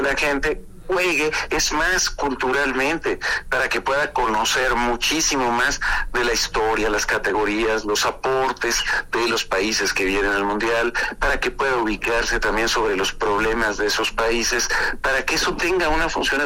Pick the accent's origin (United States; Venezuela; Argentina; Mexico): Mexico